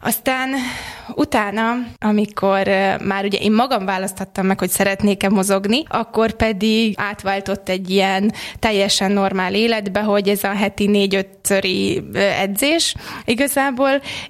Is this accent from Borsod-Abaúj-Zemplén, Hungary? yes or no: no; Dabas, Pest, Hungary; born or raised there